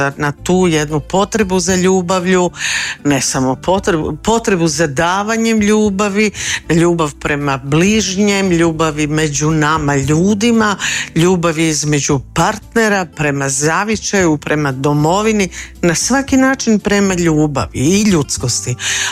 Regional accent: Jastrebarsko, Zagreb County, Croatia; moved away; kako sam odrasla u Jaski, u Jastrebarskom i vezana uz prostor svog odrastanja, na kraju krajeva tamo je i moj roditeljski dom i često se tamo vraćam

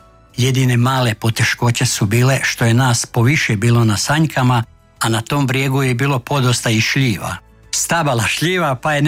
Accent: Ivankovo, Vukovar-Srijem County, Croatia; Tako smo mi to do dana današnjeg definirali, Ivankovčani.

